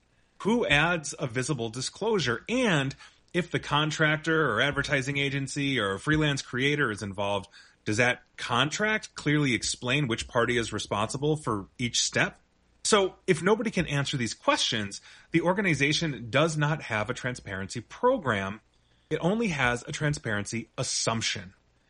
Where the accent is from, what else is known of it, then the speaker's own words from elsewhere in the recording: Canada; and for the record, I am Canadian-American, so I have vested interest in this.